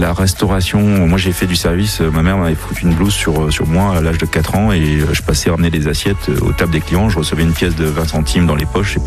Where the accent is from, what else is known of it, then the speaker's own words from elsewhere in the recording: Woippy, Grand Est, France; Et je suis né à Voipy.